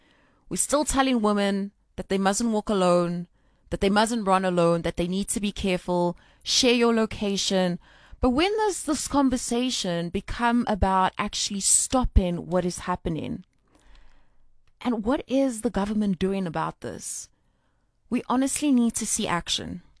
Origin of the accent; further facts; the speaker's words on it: South Africa; You know, we always speak about the pride that we have for being in this country, living as a South African.